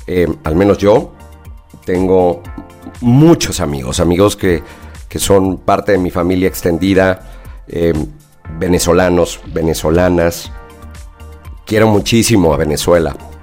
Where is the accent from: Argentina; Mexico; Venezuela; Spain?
Mexico; disfrutando, por supuesto, de nuestro México mágico, único y espectacular